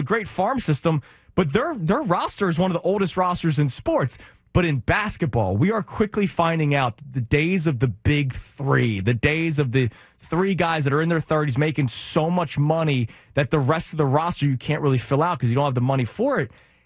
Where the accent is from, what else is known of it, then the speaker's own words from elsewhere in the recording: Philadelphia, Pennsylvania, United States; I know as a Philadelphian, whenever the Eagles trade for a player or sign a guy